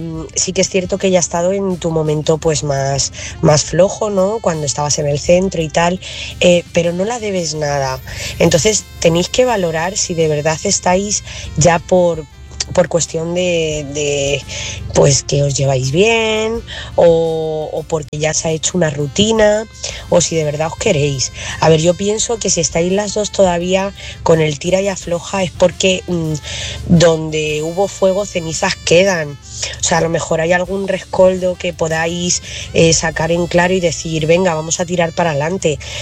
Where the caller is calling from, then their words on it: Talavera de la Reina, Castilla-La Mancha, Spain; corresponsal de Talavera.